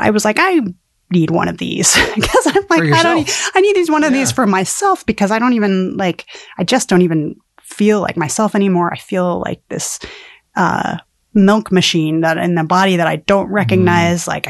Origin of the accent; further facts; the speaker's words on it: Colorado, United States; I hail from Colorado originally